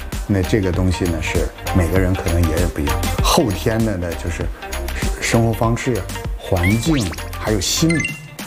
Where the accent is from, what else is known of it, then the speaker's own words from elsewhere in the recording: China; 发了一个我们中国人的方面的一个研究